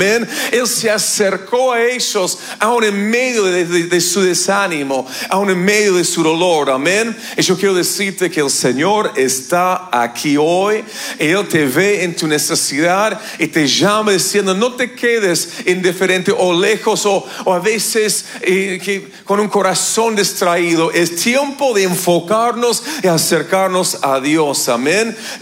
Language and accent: Spanish; Canada; Spanish is a second language; moved away; como ese gringo de Canadá que habla como sea en español